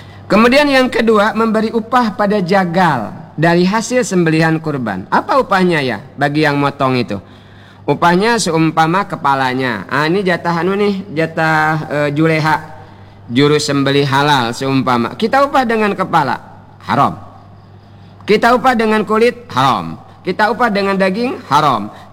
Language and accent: Indonesian; Bangka Belitung Islands, Indonesia; kata kita orang Bangka